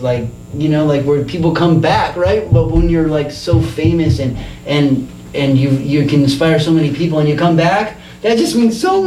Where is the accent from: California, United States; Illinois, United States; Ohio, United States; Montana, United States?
California, United States; San Bernardino; we're all from San Bernardino.